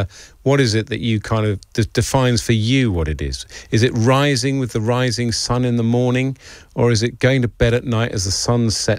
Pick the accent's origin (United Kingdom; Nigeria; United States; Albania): United Kingdom; all of us Brits